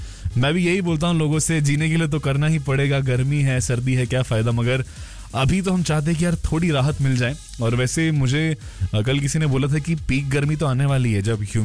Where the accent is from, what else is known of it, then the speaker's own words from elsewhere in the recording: Delhi, India; moved away as an adult; now in Doha, Qatar; हम तो दिल्ली में पले बड़े हैं भाई, वहाँ पे तो गर्मी तो छोटी बात है हमारे लिए।